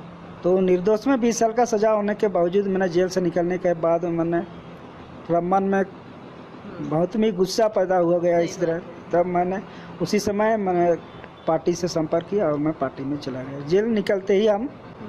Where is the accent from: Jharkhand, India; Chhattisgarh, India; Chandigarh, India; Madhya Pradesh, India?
Jharkhand, India; ग्राम नचलदाग, थाना नामकुम है।